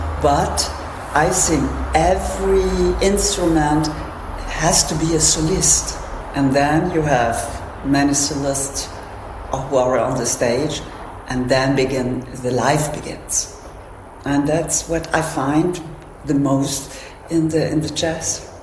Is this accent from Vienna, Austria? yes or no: yes; Vienna, Austria; So I grew up in the classical world in Vienna. That was also from the background of my parents.